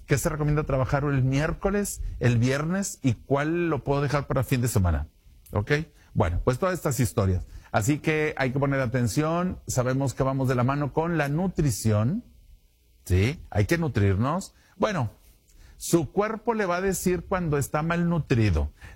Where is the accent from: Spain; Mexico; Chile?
Mexico; Somos mexicanos, ¿sí? Somos de otra cultura, otra alimentación, otra genética, ¿sí? También, y otra altura también, otro clima también.